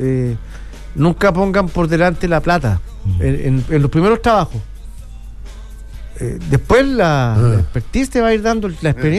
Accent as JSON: {"language": "Spanish", "country": "Chile"}